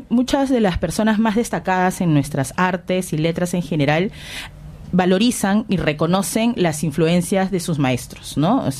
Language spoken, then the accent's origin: Spanish; Peru